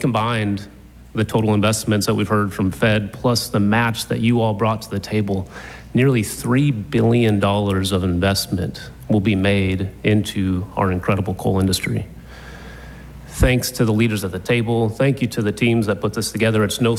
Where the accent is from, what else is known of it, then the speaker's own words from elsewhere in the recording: North Dakota, United States; my home state of North Dakota